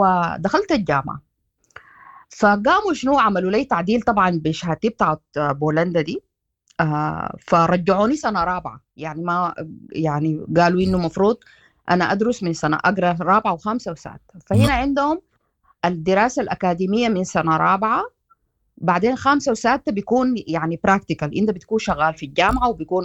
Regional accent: Sudan; moved away as an adult; now in Netherlands; والمجتمع عموما يعني هنا عندهم زي عندنا في السودان

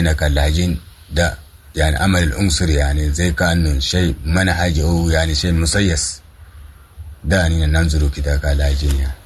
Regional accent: Sudan; moved away; نحن قاعدين نتابعوا كسودانيين وفقدنا الوطن

